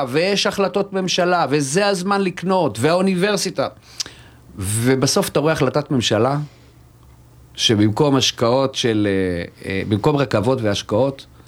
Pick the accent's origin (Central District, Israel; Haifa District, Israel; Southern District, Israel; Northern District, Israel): Northern District, Israel; born there